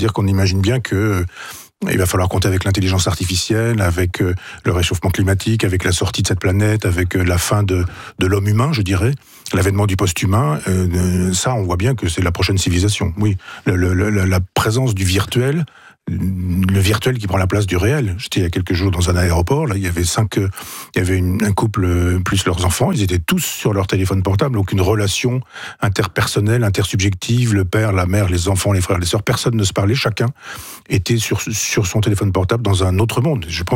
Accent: Chambois, Normandy, France; y a une cellule à Chambois, qui est mon village natal.

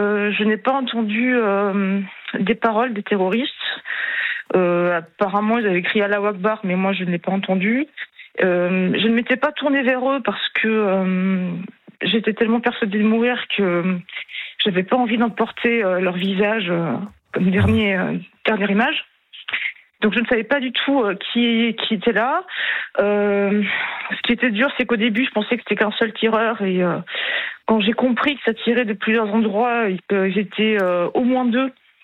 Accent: Montpellier, Occitanie, France; moved away as an adult; also born or lived in Clermont-Ferrand; je suis originaire de Montpellier.

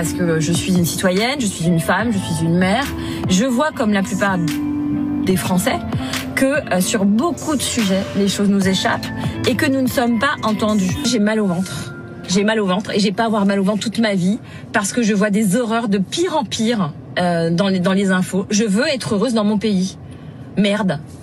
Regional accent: France; Et moi, j'aime la France. Moi, je suis française. Je suis très fière d'être française.

